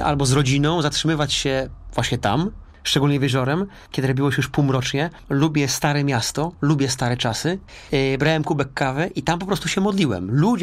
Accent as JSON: {"language": "Polish", "region": "southern Poland", "country": "Poland", "said": "To znaczy, ja jestem z południa Polski, ale jeżdżę przez całą Polskę"}